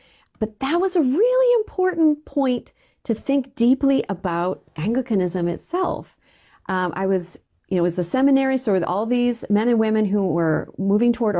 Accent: United States; as an American, you know, we feel separated from that.

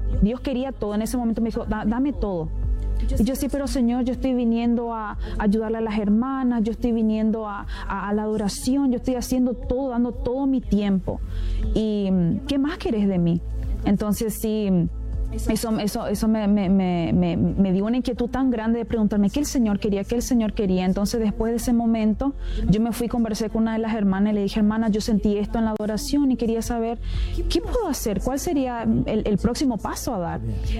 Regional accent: Argentina; also born or lived in Asunción, Paraguay; Yo soy natural de Argentina, pero en ese tiempo yo vivía con mi mamá en Paraguay, en Asunción.

